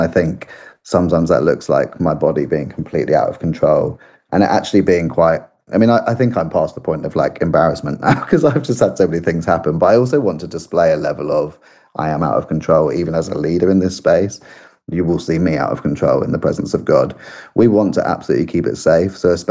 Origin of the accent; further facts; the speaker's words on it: United Kingdom; So I think we have an opportunity and an invitation as a British cultured people to lean in more